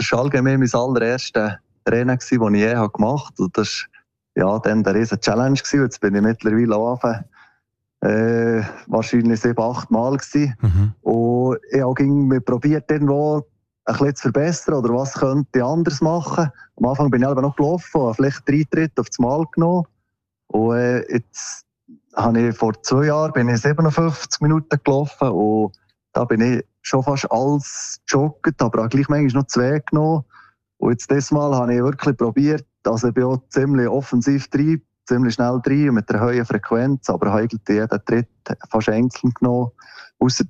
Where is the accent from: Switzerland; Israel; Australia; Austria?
Switzerland; Adelboden, Bern; Und bei uns in Adelboden gibt es entweder Hache oder Ruche.